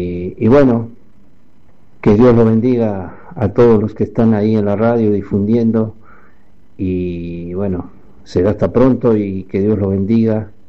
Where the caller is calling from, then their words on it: Buenos Aires, Argentina; de acá del barrio de Congreso.